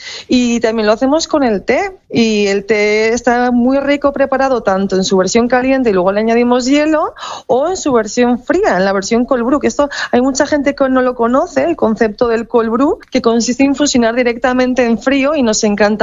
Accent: Vitoria, Basque Country, Spain; Sí, al final nosotros también somos de Vitoria. Nosotros somos blusas, somos nescas, salimos en cuadrillas, sabemos lo que es fiestas de Vitoria

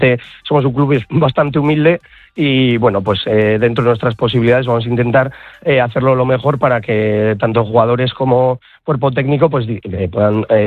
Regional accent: Tafalla, Navarre, Spain; cómo somos los navarros y cómo somos los de Tafalla

